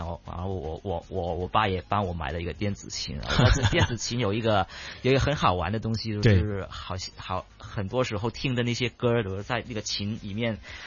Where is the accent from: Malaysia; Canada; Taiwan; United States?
Canada; 因为我小时候在加拿大那边读书，对，然后一直都有学琴